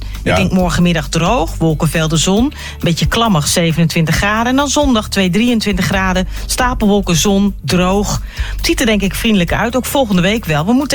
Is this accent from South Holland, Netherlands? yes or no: no; Apeldoorn, Gelderland, Netherlands; Ik ben lang opgegroeid in Apeldoorn.